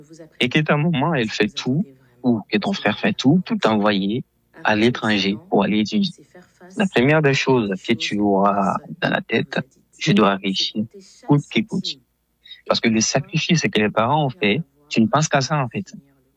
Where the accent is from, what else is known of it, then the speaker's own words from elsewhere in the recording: Mali; moved away as an adult; now in Brussels, Belgium; Je viens du Mali. Je suis arrivé en Europe depuis octobre 2025. Et je suis actuellement en première année licence.